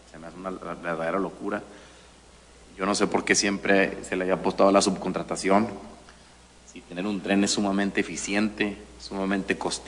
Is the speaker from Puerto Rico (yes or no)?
no; Coahuila, Mexico; somos coahuilenses